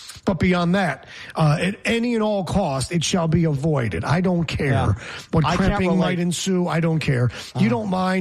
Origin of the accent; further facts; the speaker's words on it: Geneva, New York, United States; I'm upstate on Seneca Lake, my hometown of Geneva, New York, which is picturesque Seneca Lake